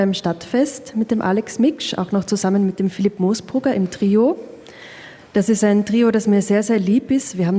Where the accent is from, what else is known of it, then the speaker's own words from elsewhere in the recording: Carinthia, Austria; Ist natürlich für mich als Kärntnerin sehr schwer, gell?